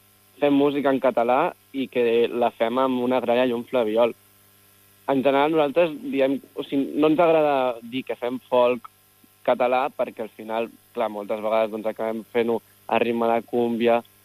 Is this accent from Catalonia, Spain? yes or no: yes; Sant Adrià de Besòs, Catalonia, Spain; la resta som d'extraradis a Barcelona, som de Prat de Llobregat, Hospitalet de Llobregat i jo de Sant Adrià de Besòs, que són tot ciutats de l'àrea metropolitana, però que no són de Barcelona.